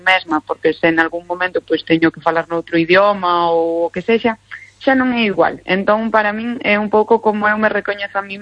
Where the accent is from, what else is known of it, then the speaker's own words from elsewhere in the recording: Galicia, Spain; que nos define como galegos realmente.